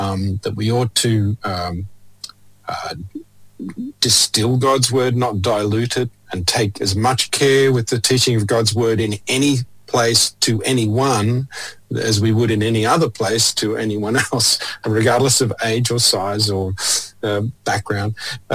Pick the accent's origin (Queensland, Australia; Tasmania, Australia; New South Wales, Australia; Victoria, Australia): New South Wales, Australia; Sydney; also born or lived in Bourke; the system that we grew up in Sydney